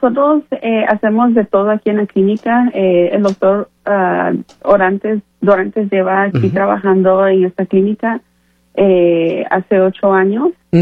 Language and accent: Spanish; Guatemala; Yo soy de Guatemala originalmente.